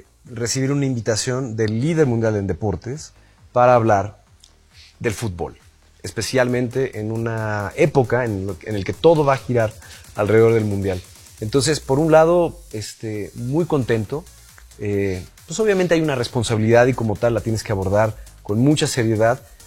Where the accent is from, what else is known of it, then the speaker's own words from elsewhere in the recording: Mexico; La riqueza cultural de nuestro país, la calidez de todos los mexicanos